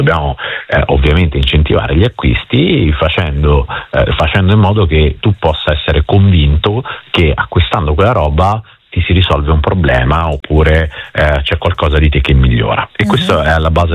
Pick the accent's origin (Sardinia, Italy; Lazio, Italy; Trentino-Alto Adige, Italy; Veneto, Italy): Lazio, Italy; Rome; Come sai, sono di origine campana, ma cresciuto nelle borgate romane